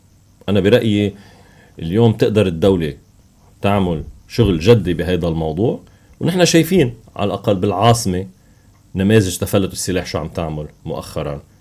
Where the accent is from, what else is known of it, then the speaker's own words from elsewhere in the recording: Lebanon; نحن كلبنانيين